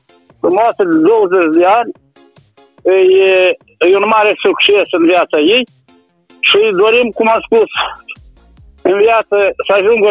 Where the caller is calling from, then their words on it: Moldova; Eu sunt din Leșene Vechi